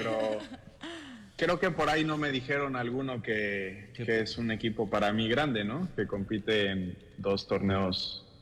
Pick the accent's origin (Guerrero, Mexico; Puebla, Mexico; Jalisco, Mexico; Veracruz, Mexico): Puebla, Mexico; moved away as an adult; now in Colombia; Yo soy de Puebla, cerca de la capital, a 2 horas.